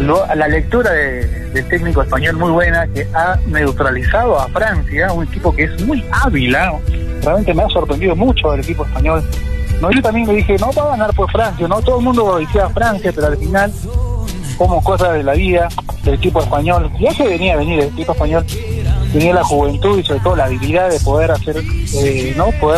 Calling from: Peru

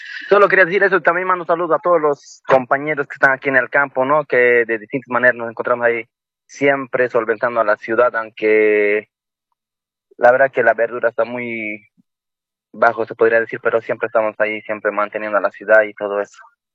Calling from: Oruro, Bolivia; Estoy llamando de acá, de Oruro.

